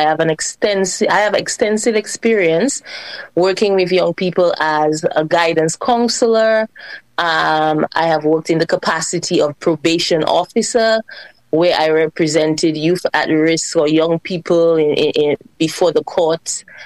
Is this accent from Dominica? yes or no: yes; Goodwill, Dominica; born there; also born or lived in Galio; I left Galio at a young age. I lived with my father in Goodwill, but I went back to Galio every Christmas, every summer, every break. So my roots are from both communities.